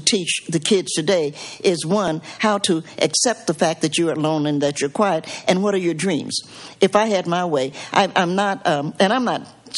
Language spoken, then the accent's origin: English; Appalachia, United States